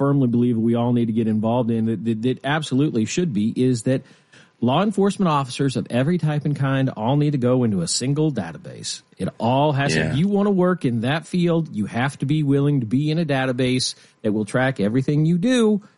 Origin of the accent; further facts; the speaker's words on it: Nebraska, United States; Got to rep my home state.